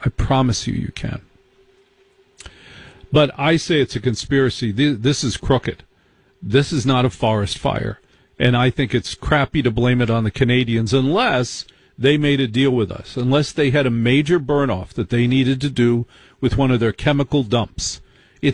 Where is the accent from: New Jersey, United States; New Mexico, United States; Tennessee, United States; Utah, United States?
New Jersey, United States; I grew up in Jersey. I know different kinds of smoke because on any given day, the smoke could kill us. At any given moment, we could be killed by the smokes of New Jersey.